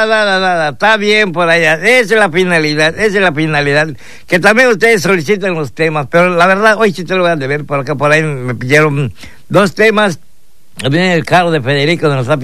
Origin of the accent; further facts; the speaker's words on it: Yucatán, Mexico; pues como somos yucatecos y otras personas que pues vienen de otros pueblos